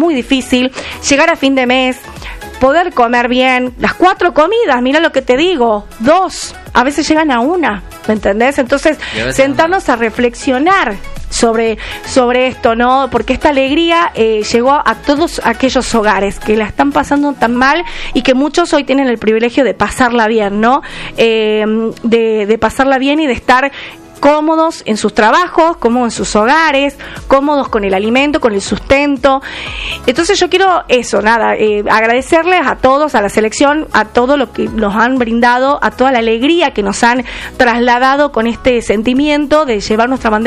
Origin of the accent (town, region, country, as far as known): Argentina